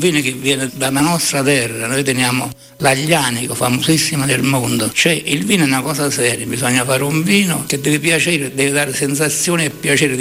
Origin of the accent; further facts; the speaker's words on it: Taurasi, Campania, Italy; Io sono nato qua a Taurasi e sono vissuto qua, stato qua, ho fatto tanto per Taurasi.